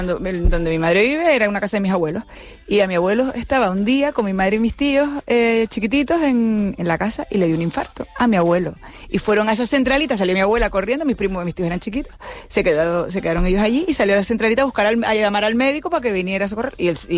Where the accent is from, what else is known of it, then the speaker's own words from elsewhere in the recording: Guamasa, Canary Islands, Spain; sobre todo los que somos de Tenerife, y bueno, yo soy de Guamazán